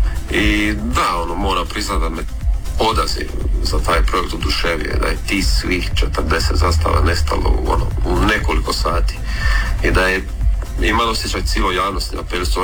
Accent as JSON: {"language": "Croatian", "town": "Orebić", "region": "Dubrovnik-Neretva County", "country": "Croatia"}